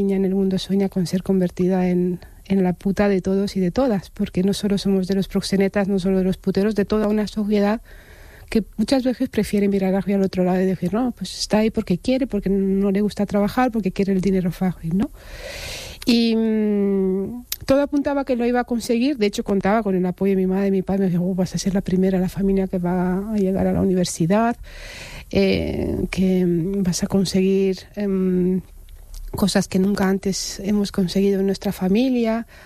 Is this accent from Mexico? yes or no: no; Romania; born there; Spanish is a second language; porque yo nací en Rumanía, en una familia de clase obrera. En los últimos años de la Guerra Fría.